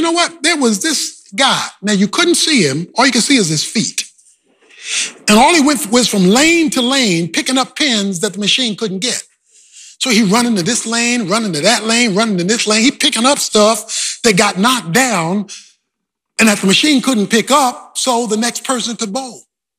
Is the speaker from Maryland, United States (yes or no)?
yes; Baltimore, Maryland, United States; When I was growing up in Baltimore, we went duck pin bowling.